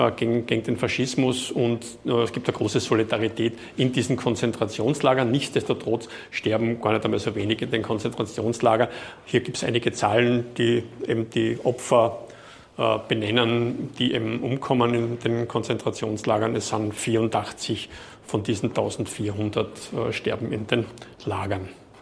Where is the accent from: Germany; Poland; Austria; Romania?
Austria; Graz, Styria; die damals in Wöllersdorf gewesen sind oder bei uns in Graz, in Waltendorf draußen